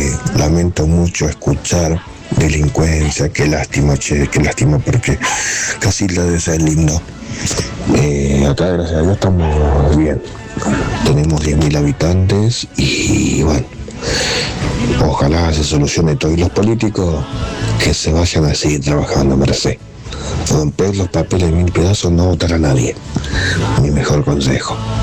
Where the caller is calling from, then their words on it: Villa Cañas, Santa Fe, Argentina; de Villa Cañas. Me enganché con Radio Casilda hace poquitos meses.